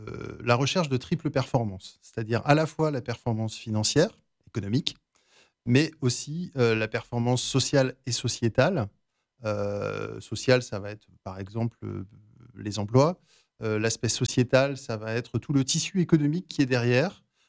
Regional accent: Brittany, France; moved away; Alors mon parcours, moi je suis originaire de Bretagne.

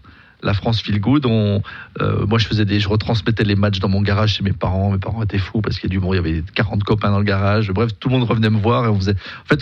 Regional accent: Geneva, Switzerland; Besançon, j'ai grandi à Genève.

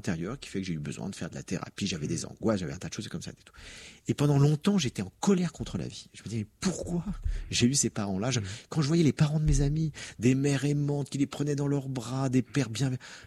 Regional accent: France; Et en plus qu'en France, qu'on est français, on se plaint doublement

